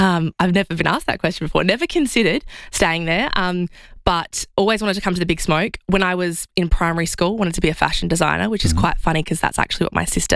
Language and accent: English; Wallaroo, South Australia, Australia; moved away as an adult; now in Adelaide, Australia; Born and raised in Wallaroo.